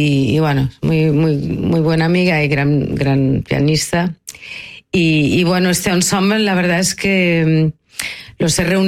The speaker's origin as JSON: {"language": "Spanish", "region": "Catalonia", "country": "Spain", "said": "cuando estoy en Madrid me siento catalana, cuando estoy en París me siento quizá española, y cuando estaba en Boston me sentía europea"}